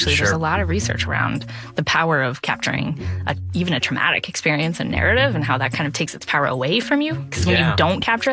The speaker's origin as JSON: {"language": "English", "region": "Texas", "country": "United States", "said": "I'm from the South, right? The storytelling. Texas, right?"}